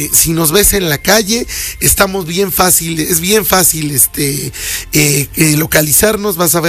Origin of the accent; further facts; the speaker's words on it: Mexico; y eso es lo que nos hace tan especiales como mexicanos.